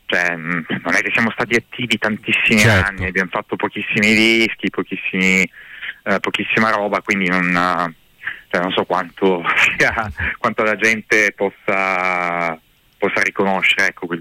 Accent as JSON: {"language": "Italian", "town": "Piacenza", "region": "Emilia-Romagna", "country": "Italy", "tie": "born there", "also_born_or_lived": "Taranto", "moved": "as an adult", "lives_now": "Milan, Italy", "said": "io sono nato a Taranto, ho vissuto i primi 10 anni della mia vita lì, poi mi sono trasferito a Piacenza."}